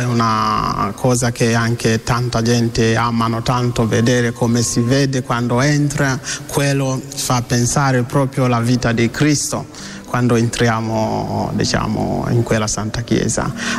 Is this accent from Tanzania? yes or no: yes; Tanzania; moved away as an adult; now in Cerreto Laziale, Italy; Io vengo dalla Tanzania. Sono venuto qua per studi